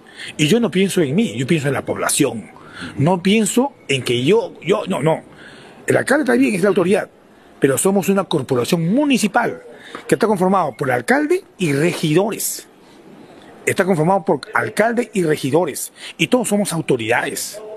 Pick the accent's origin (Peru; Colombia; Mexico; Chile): Peru; Chosica, Lima; Y no me voy porque soy chosicano. Yo sigo trabajando por mi pueblo.